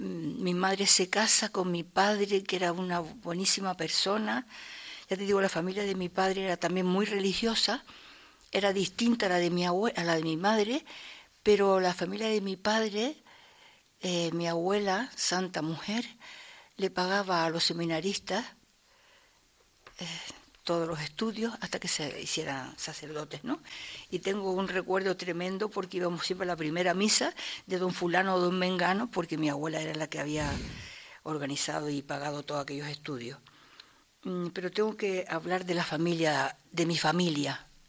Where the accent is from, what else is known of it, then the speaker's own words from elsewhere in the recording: Ingenio, Canary Islands, Spain; Nosotros vivíamos en el Ingenio, los cuales nosotros somos del Ingenio, que queremos mucho a mi pueblo y a nuestro pueblo